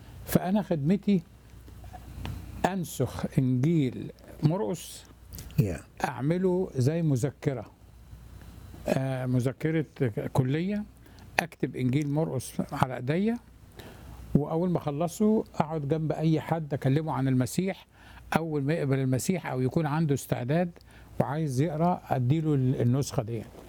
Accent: Egypt; now in United States; انا مصري امريكاني، هل ينفع افتح حساب عندكم هنا في الجزائر؟

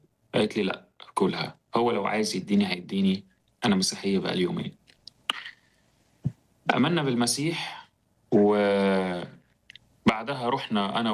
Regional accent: Egypt; born there; وأنا اتولدت في مصر من خلفية إسلامية سنية

